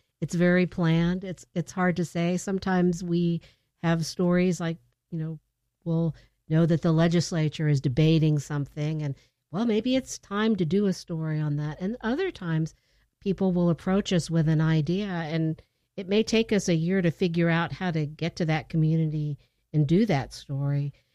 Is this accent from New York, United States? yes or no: no; Anchorage, Alaska, United States; born there; We moved up here, and I went to Nunaka Valley Elementary School